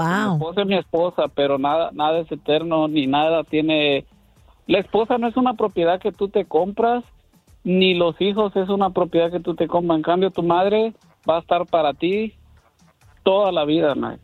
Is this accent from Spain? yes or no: no; Honduras; Yo soy de Honduras y es de México, pero lo bueno es que tiene un corazón muy grande también, mi vieja.